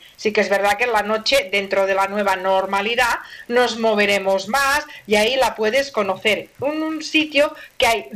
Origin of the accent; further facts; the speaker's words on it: Barcelona, Catalonia, Spain; soy de Barcelona, anda que no se me nota a mí el acento que llevo.